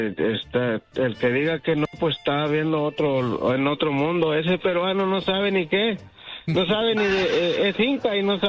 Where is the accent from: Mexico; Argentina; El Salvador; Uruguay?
El Salvador; now in United States; Mira, loco, yo soy salvadoreño, pero ya con 20 años aquí en los Estados Unidos, loco.